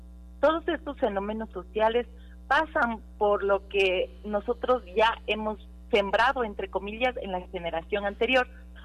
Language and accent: Spanish; Ecuador